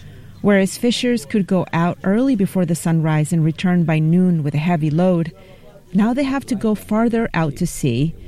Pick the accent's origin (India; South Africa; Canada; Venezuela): Venezuela; moved away; I grew up in Venezuela, along the Caribbean and not very far from Jamaica